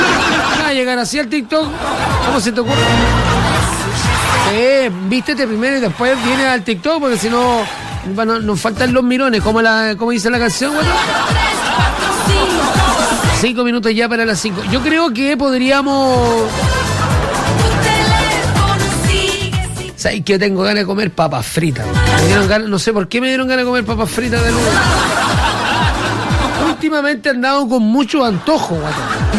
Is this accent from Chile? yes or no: yes; Chile; Soy chileno, pero me carga aquí.